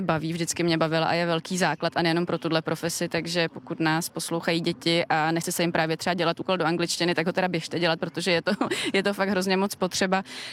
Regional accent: Zlín, Zlín Region, Czechia; Holka ze Zlína dokonce, takže já jsem moc ráda, že jsem tady o tomhle mohla mluvit ve svém rodném městě.

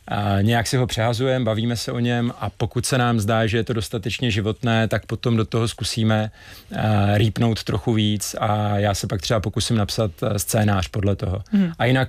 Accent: Uherské Hradiště, Zlín Region, Czechia; now in Plasy, Czechia; A Uherské Hradiště, to je moje rodné město.

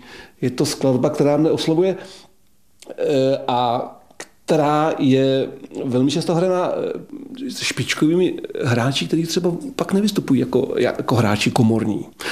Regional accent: Polabí, Czechia; tak já pocházím z Polabí

